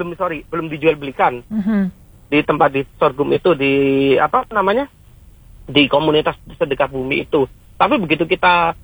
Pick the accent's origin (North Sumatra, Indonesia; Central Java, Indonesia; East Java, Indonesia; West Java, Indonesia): East Java, Indonesia; Jember; Karena kenapa di kota saya di Jember ini ya, ini ada peningkatan yang sangat signifikan